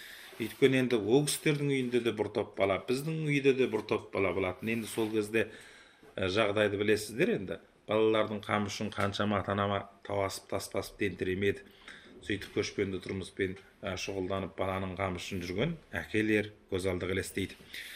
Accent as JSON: {"language": "Kazakh", "town": "Fukang", "region": "Xinjiang", "country": "China", "tie": "born or raised there", "moved": "yes", "said": "Көн енді осы кісінің де туған жері, менің де туған жерім осы Фуқан қаласы мен Аққала ауылының негізі қыстаулық жері."}